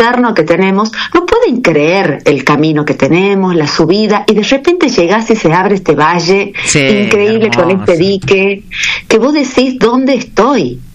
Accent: Tucumán, Argentina; los tucumanos a veces no dimensionamos las grandes cosas que tenemos.

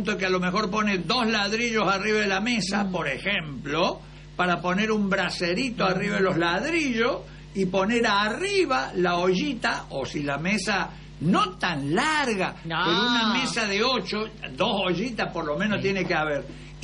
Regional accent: Brinkmann, Córdoba, Argentina; born there; se fue al pueblo, a Brinkman, donde yo nací

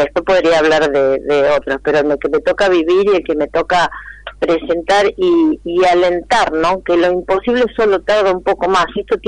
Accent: General Rodríguez, Buenos Aires Province, Argentina; yo en mi caso soy hija de General Rodríguez

